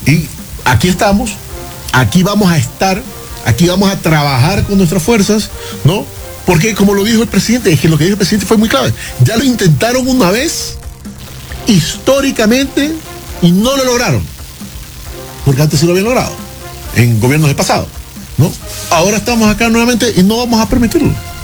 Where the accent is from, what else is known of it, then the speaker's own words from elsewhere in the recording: Ecuador; todos somos ecuatorianos.